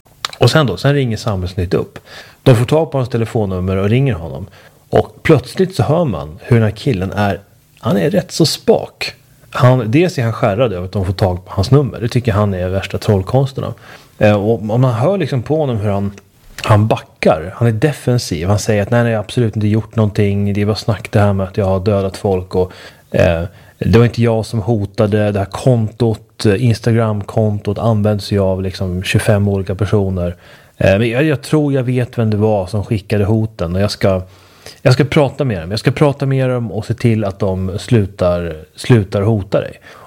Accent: Sweden; mig då som svensk som fredar mig själv.

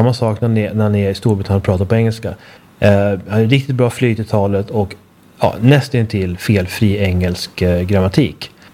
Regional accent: Sweden; För det som de flesta svenskar gör när de pratar engelska, inklusive jag själv är ett exempel på det här

